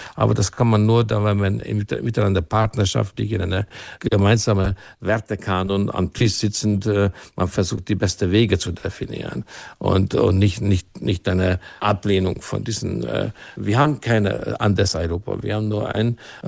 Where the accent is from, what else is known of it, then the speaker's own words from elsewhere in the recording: Hungary; now in Germany; das war für mich natürlich als ein geflüchteter Ungar, also mein Geburtsland und meine Heimat Deutschland war nie mehr verbunden als in diesem Augenblick